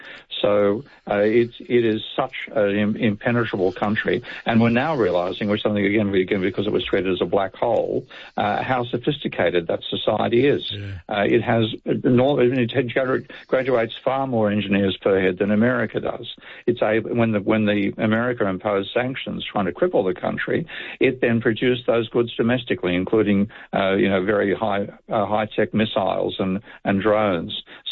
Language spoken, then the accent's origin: English; Australia; growing up as an Aussie and, potentially facing conscription to fight in Vietnam